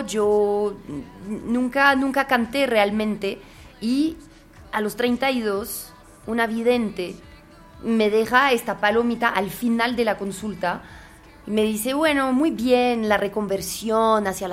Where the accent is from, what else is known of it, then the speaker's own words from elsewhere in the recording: Paris, Île-de-France, France; Spanish is a second language; moved away as an adult; now in Colombia; yo no soy solo francesa, soy parisina. Yo vengo de la ciudad probablemente más dura, más hijueputa de Europa.